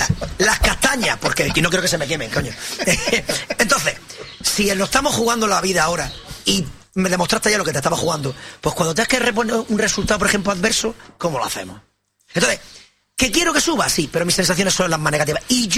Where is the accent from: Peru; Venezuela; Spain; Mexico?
Spain; Almería, Andalusia; yo soy de Almería, yo soy almeriense